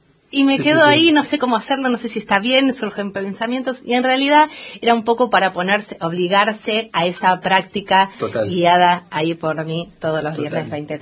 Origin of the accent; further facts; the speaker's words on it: Buenos Aires, Argentina; moved away as an adult; now in Esquel, Argentina; yo soy de Buenos Aires, estoy acá en Esquel hace casi 11 años